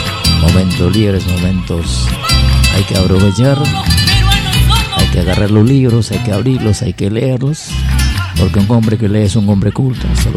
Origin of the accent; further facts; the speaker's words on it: Peru; y como buenos peruanos, siempre orgullosos de difundir nuestra música